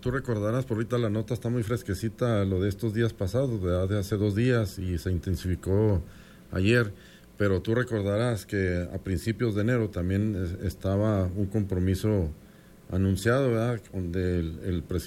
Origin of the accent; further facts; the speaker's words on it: Estación Consuelo, Chihuahua, Mexico; yo soy originario de Estación Consuelo. Sí.